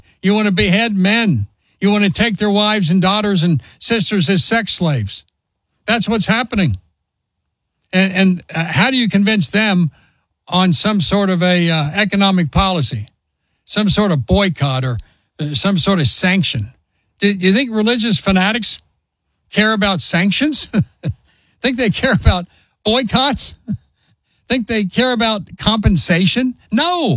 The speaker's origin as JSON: {"language": "English", "town": "Cincinnati", "region": "Ohio", "country": "United States", "tie": "born or raised there", "said": "Things are bad in my hometown of Cincinnati."}